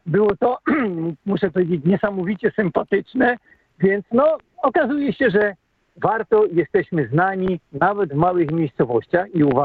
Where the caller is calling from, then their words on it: Łódź, Łódź Voivodeship, Poland; ja jestem z Polski, z Łodzi.